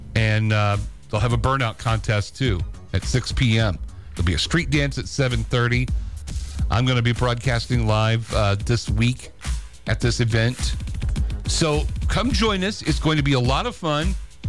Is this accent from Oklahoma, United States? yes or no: yes; Elk City, Oklahoma, United States; born there; So where I was born in Oklahoma, Elk City is one of the stops on the Mother Road.